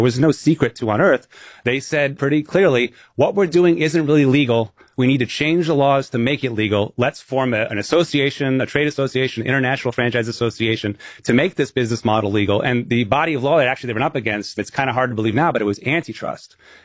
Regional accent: New England, United States; I'm from New England, so Dunkin' Donuts is our big chain.

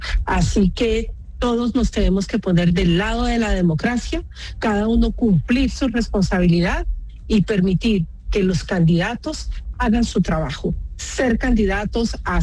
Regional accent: Colombia

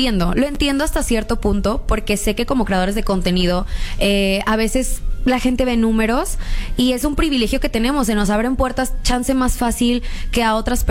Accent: Mexico; Muchas veces como mexicanos decimos, bueno, el cine mexicano, bueno, la animación mexicana, como que ninguneamos, ¿no?

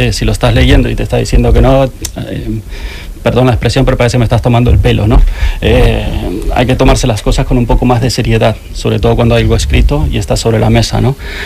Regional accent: Argentina; now in Cantabria, Spain; Además soy argentino

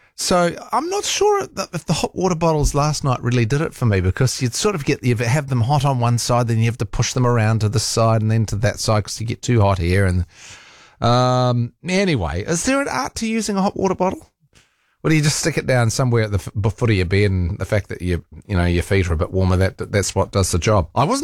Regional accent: Rotorua, Bay of Plenty, New Zealand; now in Auckland, New Zealand; For an Aucklander, I mean, I grew up in Rotorua where we used to have some bitter frosts.

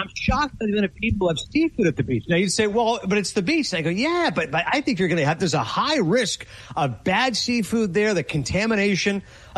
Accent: Canada; Growing up in Canada, we get snow.

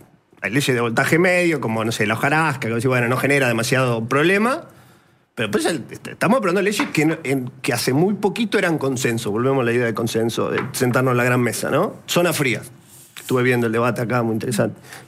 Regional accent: Villa Constitución, Santa Fe, Argentina; moved away as an adult; now in Rosario, Argentina; yo soy de Villa Constitución.

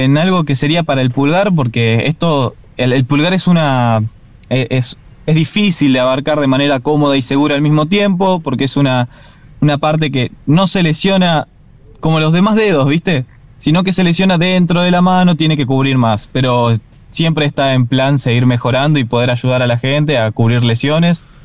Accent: Mar del Plata, Buenos Aires Province, Argentina; como somos de acá de Mar del Plata

